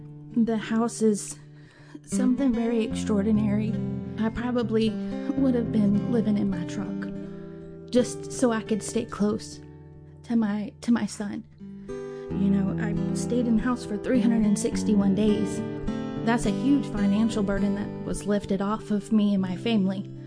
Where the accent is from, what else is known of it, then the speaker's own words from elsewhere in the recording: Richmond Hill, Georgia, United States; I am from Richmond Hill, Georgia